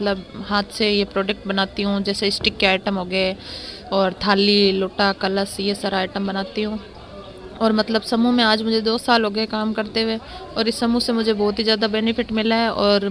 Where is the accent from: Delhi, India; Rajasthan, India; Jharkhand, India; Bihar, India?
Rajasthan, India; Sinthal; और मेरा गांव है सिंथल, बीकानेर ब्लॉक